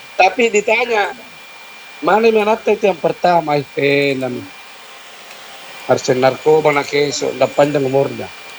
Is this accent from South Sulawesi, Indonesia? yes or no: yes; Makassar, South Sulawesi, Indonesia; Jadi saya kan termasuk lahir di Makassar, yeah. Orang Makassar, itu tentu banyak teman ya. Jadi saya bukan pendatang.